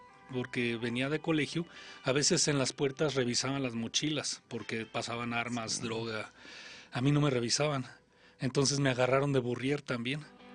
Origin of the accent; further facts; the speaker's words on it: Michoacán, Mexico; en Michoacán. Ya había chavos tatuados